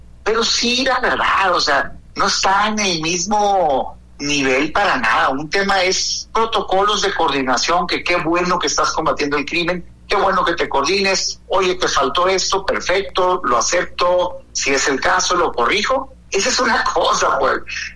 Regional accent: Mexico; Pues yo como mexicano les digo, yo no siento que estén violando mi soberanía.

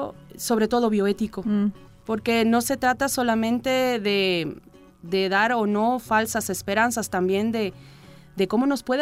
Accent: Cuba; moved away; como decimos en Cuba, de donde yo vengo

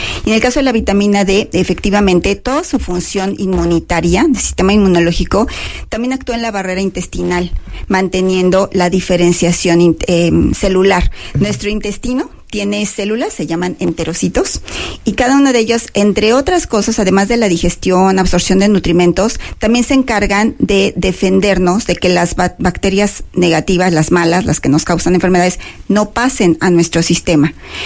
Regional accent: Mexico; como mexicanos tenemos deficiencias de vitamina D

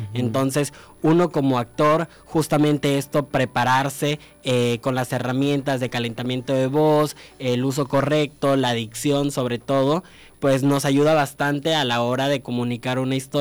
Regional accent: Cárdenas, Tabasco, Mexico; now in Villahermosa, Mexico; Soy originario de Cárdenas, entonces allá inicio mi formación como actor en la compañía La Duce.

